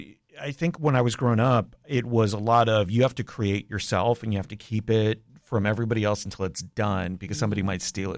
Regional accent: Montreal, Quebec, Canada; Yeah, I'm from Canada.

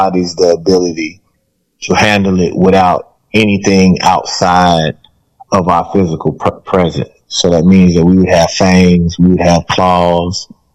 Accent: the South, United States; I'm a Southerner

